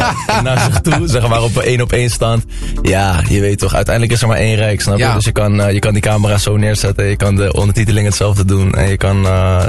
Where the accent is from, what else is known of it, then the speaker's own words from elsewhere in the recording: Rotterdam, South Holland, Netherlands; we komen uit Krooswijk, zijn later naar Rotterdam-Zuid ben ik verhuisd. En ik heb eigenlijk altijd wel een welbespraakte moeder gehad. Die heeft mij altijd opgevoed en is heel streng geweest met, joh, je moet goed Nederlands praten.